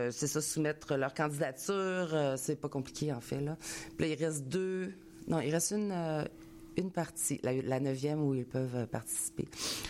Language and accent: French; Quebec City, Quebec, Canada; now in Montreal, Canada; Je viens de Québec, moi ça fait 25 ans que je suis à Montréal.